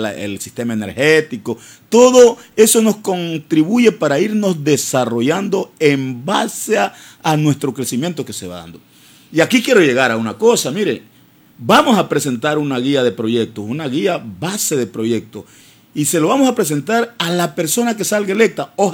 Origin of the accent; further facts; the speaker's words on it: Esmeraldas, Ecuador; yo soy norteño, a mucha honra lo digo, salí del campo, sigo siendo del campo.